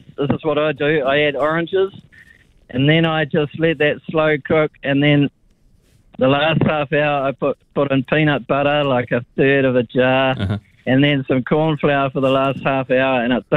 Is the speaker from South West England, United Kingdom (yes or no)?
no; Cambridge, East of England, United Kingdom; Yeah, good. No, I'm not from Marlborough, from Cambridge.